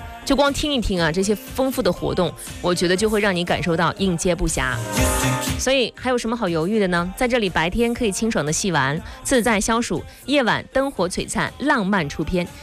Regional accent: Jinan, Shandong, China; 就在我的家门口，隆重推荐来到我的家乡青藏泉城明水古城。

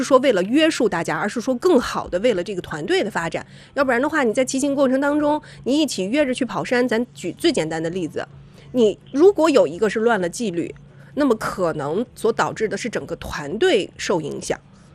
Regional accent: Shandong, China; 咱们山东人的这种好客

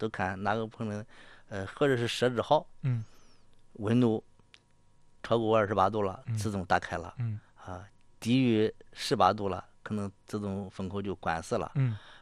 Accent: Henan, China; 像我们河南人

